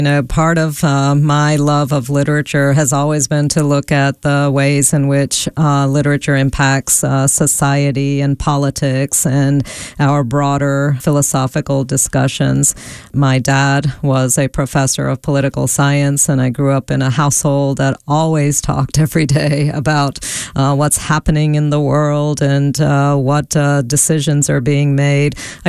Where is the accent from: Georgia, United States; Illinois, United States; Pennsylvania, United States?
Georgia, United States; also born or lived in Hyderabad, India; So I was born in Hyderabad, and I lived there with my grandparents and my mom until I was 4 and a half, and then moved to Georgia.